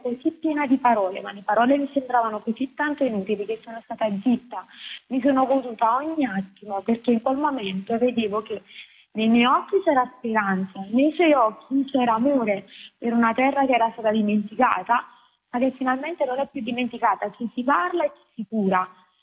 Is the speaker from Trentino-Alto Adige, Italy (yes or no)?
no; Campania, Italy; la mia terra è la terra dei fuochi, la terra dei morti.